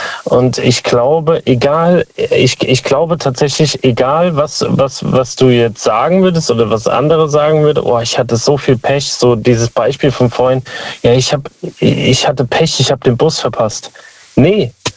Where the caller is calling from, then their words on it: Speyer, Rhineland-Palatinate, Germany; Aus Speyer.